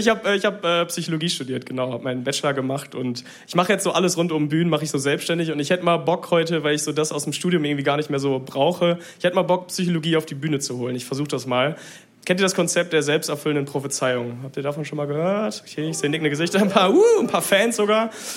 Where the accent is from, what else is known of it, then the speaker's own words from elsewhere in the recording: Münster, North Rhine-Westphalia, Germany; moved away as an adult; now in Bielefeld, Germany; Ich bin in Münster aufgewachsen, ist jetzt hier so Wahlheimat für mich in Bielefeld.